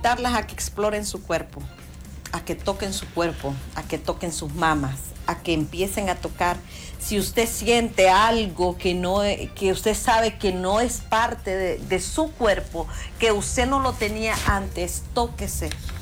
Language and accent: Spanish; Olancho, Honduras; porque yo soy de Olancho.